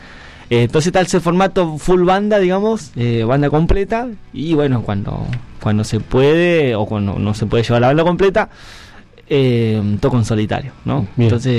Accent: Cutral Có, Neuquén, Argentina; now in Neuquén, Argentina; Yo soy de Cutralcó, nací y me crié allá, hace 2 años estoy viviendo en Neuquén.

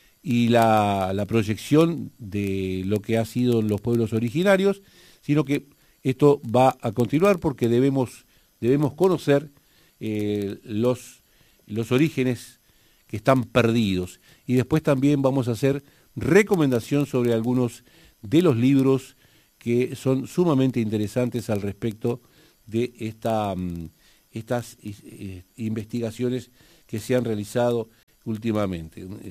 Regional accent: Uruguay; los uruguayos bajamos de los barcos y somos todos de origen europeo. No es así.

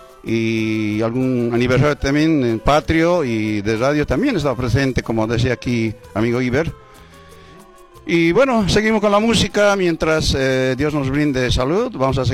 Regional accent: La Paz, Bolivia; Bueno, yo soy paceño, nacido en San Pedro.

